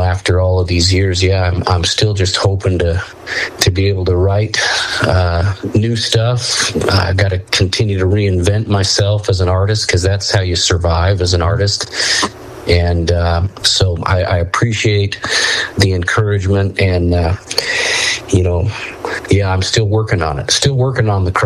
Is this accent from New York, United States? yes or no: no; Utah, United States; growing up in Utah, if you grow up as a rural kid here in Utah